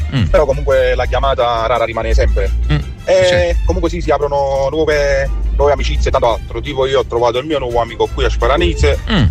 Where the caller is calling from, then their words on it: Cellole, Campania, Italy; Buongiorno … da Cellule.